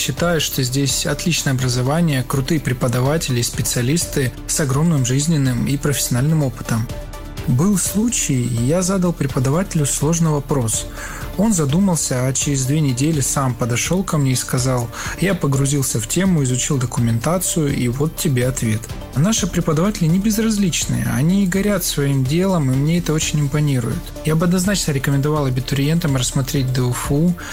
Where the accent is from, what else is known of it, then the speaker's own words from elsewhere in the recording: Krasnodar Krai, Russia; now in Vladivostok, Russia; Я приехал во Владивосток из Краснодарского края.